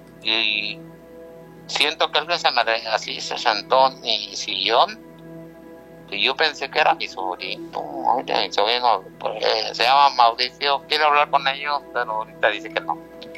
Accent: Guanajuato, Mexico; now in Chicago, United States

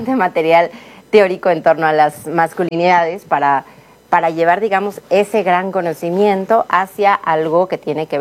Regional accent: Mexico; un símbolo que como cultura mexicana esté muy allegado a nosotros

